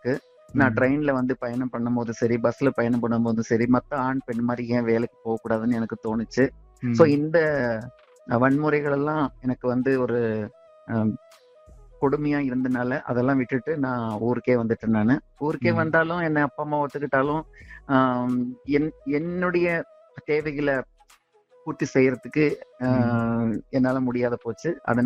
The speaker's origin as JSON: {"language": "Tamil", "town": "Namakkal", "region": "Tamil Nadu", "country": "India", "tie": "born or raised there", "said": "என்னுடைய சொந்த ஊர் நாமக்கல். நாமக்கல்ல ஒரு சின்ன கிராமத்துலதான் நான் பிறந்து வளர்ந்தேன்."}